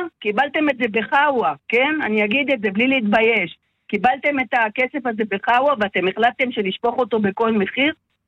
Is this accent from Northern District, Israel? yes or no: yes; Meron, Northern District, Israel; אני ילידת מירון, גדלתי פה.